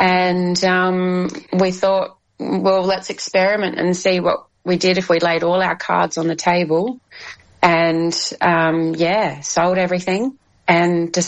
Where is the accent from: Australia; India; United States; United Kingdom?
Australia; Adelaide Hills, South Australia; Yes, that's right. We're from the Adelaide Hills.